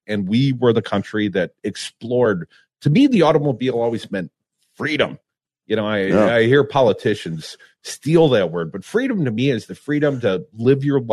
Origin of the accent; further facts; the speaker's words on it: Madison, Wisconsin, United States; a broke kid growing up in Madison, Wisconsin.